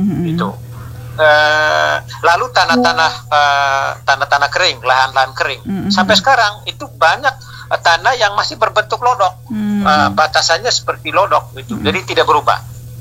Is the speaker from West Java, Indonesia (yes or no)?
no; Manggarai, East Nusa Tenggara, Indonesia; di kampung saya, misalnya di Rangat, Desa Bailolos ya